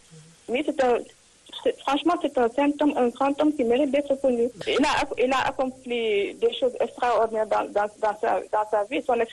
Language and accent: French; Dakar, Senegal; moved away as an adult; Donc, je suis née à Dakar et j'ai grandi à Dakar. Donc, quand j'ai obtenu mon université Gaston Berger de Saint-Louis, en sociologie, et après, j'ai voyagé en France pour poursuivre mes études.